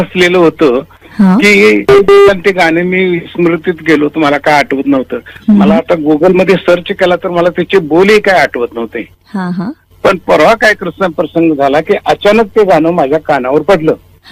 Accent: Shelwadi, Maharashtra, India; शेळवाडी, माझं मूळ गाव शेळवाडी तालुका राधानगरी इथन बोलतोय.

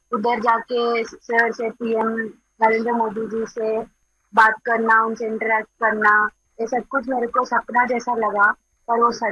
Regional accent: Andhra Pradesh, India; Hindi is a second language; मैं आंध्र प्रदेश से हूँ

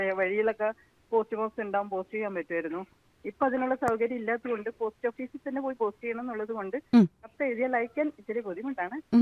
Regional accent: Peruvemba, Kerala, India; moved away as an adult; now in Kozhikode, India; ഇപ്പൊ താമസിക്കുന്നത് നാട് പെരുവമ്പ്, ഞാൻ ജനിച്ചു വളർന്ന നാട്. ഞാനിപ്പോ താമസിക്കുന്നത് കോഴിക്കോടാണ്. കാരണം എനിക്ക് ജോലി ഇങ്ങോട്ട് പ്രൊമോഷനായി ട്രാൻസ്ഫർ ആയപ്പോ കോഴിക്കോട്ടേക്ക് വന്നതാണ്.

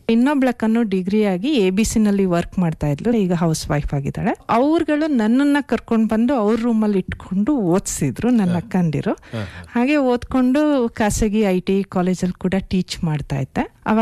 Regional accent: Konthana Mane, Karnataka, India; born there; Sir, ನಾನು ಹಾಸನದಿಂದ ಒಂದು ಸುಮಾರು 80 ಕಿಲೋಮೀಟರ್ ದೂರ ನಾನು ಹುಟ್ಟಿದ್ದು ಕೊಂತನ ಮನೆ ಅಂತ.

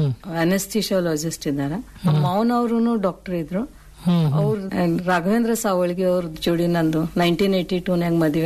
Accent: Jabalpur, Madhya Pradesh, India; also born or lived in Karnataka / Maharashtra; now in Vijayapura, India; ಮೂಲತಃ ನಾವು ಕರ್ನಾಟಕದವ್ರೆ, ಆದರೆ ನಮ್ ತಂದೆಯವರು ಸೆಂಟ್ರಲ್ ಗವರ್ಮೆಂಟ್ ಜಾಬ್ ಡಿಫೆನ್ಸ್ ನಾಗ ಇದ್ದಿದ್ರಿಂದ ಟ್ರಾನ್ಸ್ಫರೇಬಲ್ ಜಾಬ್ ಇತ್ತು ಅವ್ರದ್ದು. ನಾವು ಪ್ರೈಮರಿ ಎಜುಕೇಶನ್ ನಮ್ದು ಮಧ್ಯಪ್ರದೇಶನಾಗ ಜಬಲ್ಪುರ್ನಾಗ ಆಗ್ಯದ, ಅದೆಲ್ಲ ಮಹಾರಾಷ್ಟ್ರನಾಗ ನಮ್ಮ ಎಜುಕೇಶನ್.

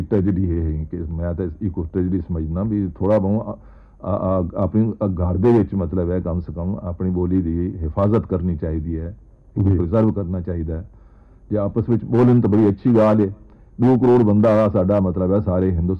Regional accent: Punjab, Pakistan; ਅਖੀਰ ਜਿੱਥਾਂ ਪੰਜਾਬ ਮੁੱਕਦੇ ਪੰਜ ਨਦ, ਜਿੱਥਾਂ ਪੰਜ ਨਦੀਆਂ ਇਕੱਠੀਆਂ ਸੀ ਇਹਨਾਂ, ਉਹ ਸਾਡੇ ਜ਼ਿਲ੍ਹੇ ਦਾ ਅਖੀਰਲਾ ਸ਼ਹਿਰ ਆਈ ਪੰਜ ਨਦ

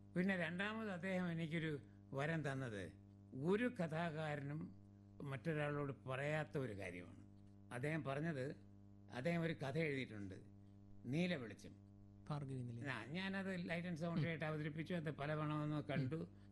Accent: Kerala, India; first language Tamil; തമിഴ് കുടുംബത്തിൽ ജനിച്ച ഞാൻ മലയാളിയായി വളർന്നതും

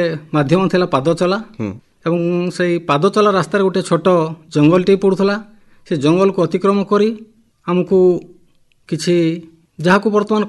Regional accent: Sahadapur, Odisha, India; born there; ମୋର ଜନ୍ମ ସାହାଡ଼ପୁର ଗ୍ରାମରେ।

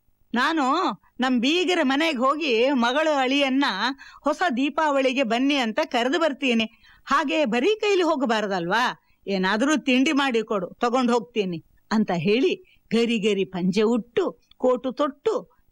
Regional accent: Kalasa, Karnataka, India; ಮಲೆನಾಡಿನ ಹಚ್ಚ ಹಸಿರು ಹೊತ್ತು ಕಂಗೊಳಿಸುತ್ತಿರುವ ಕಳಸದ ಹಳ್ಳಿ ನನ್ನ ಊರು.

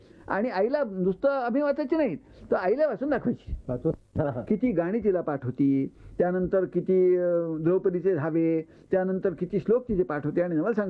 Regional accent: Paratwada, Maharashtra, India; तिथे आणून रोपली होती त्या परतवाड्याच्या त्या सिव्हिल लाईन्समध्ये. आणि ही सगळी झाडं पाहत निहाळीत असं माझं बालपण गेलं.

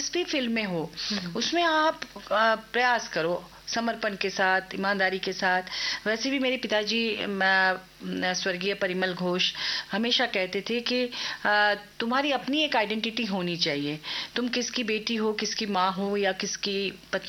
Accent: Ranchi, Jharkhand, India; चूंकि मेरा जन्म रांची में ही हुआ है, यहीं पढ़ी लिखी हूँ, यहीं स्कूलिंग हुई है, तो हिंदी यहाँ पर चूंकि हिंदी मेन लैंग्वेज है, तो घर में तो बांग्ला में बोलते रहे या बंगाली ही लोगों से तो बांग्ला में ही बात करते

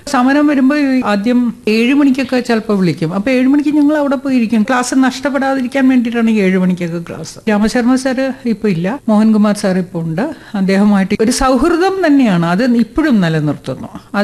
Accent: Kerala, India; കേരളത്തിൽ നിന്ന് ഞാൻ മാത്രമേ ഉണ്ടായിരുന്നുള്ളൂ

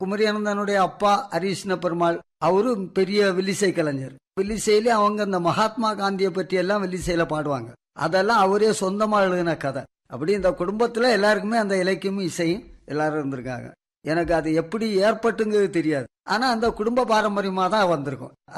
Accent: Agastheeswaram, Tamil Nadu, India; அகஸ்தீஸ்வரம் சொந்த ஊர்.

